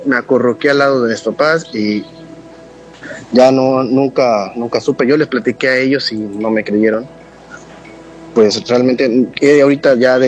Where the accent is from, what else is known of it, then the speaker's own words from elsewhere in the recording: Veracruz, Mexico; Hola, Gina y Nacho. … soy de Veracruz.